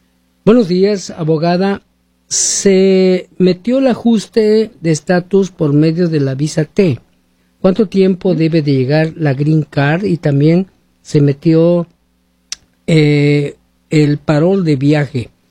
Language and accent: Spanish; Mexico; Soy de México.